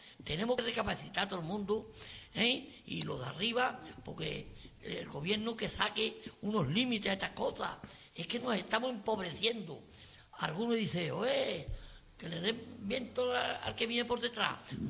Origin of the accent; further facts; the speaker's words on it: Sanlúcar de Barrameda, Andalusia, Spain; los problemas de mi pueblo y mi gente y la gente y el día a día, los saluqueños.